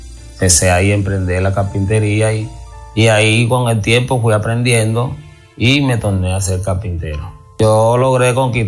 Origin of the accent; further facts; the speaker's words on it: Colombia; moved away as an adult; now in Venezuela; Yo vine de Colombia hacia Venezuela con un propósito de trabajar, de emprender, de seguir adelante.